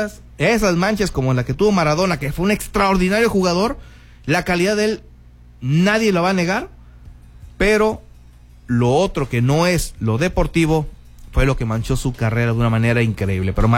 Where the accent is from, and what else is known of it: Mexico